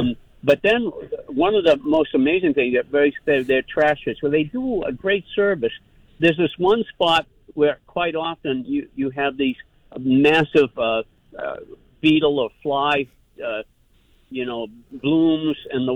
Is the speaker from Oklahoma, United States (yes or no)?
no; Killington, Vermont, United States; Hi. I'm from Killington, but I have a home up on Lake Champlain off of the west shore of Isle of Mont.